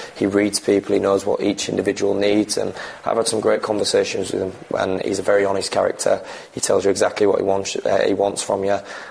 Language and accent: English; Hull, Yorkshire and the Humber, United Kingdom; All of my family are from Hull. I was brought up in Hull, and I'll never leave Hull as long as I play for Hull.